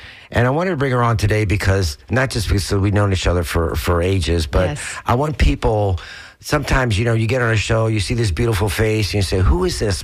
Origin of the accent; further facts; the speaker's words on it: Tampa, Florida, United States; we grew up here in Tampa, just like even in Miami, where you know, Tampa used to have two great papers, the Tampa Tribune and the St. Pete Times, and it didn't really cross the bay.